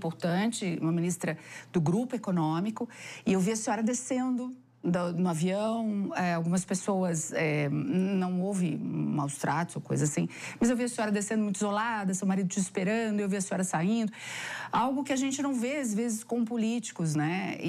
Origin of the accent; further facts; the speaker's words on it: Mato Grosso do Sul, Brazil; moved away; eu estava morando lá em Campo Grande, nós somos conterrâneas, eu sou de Mato Grosso do Sul também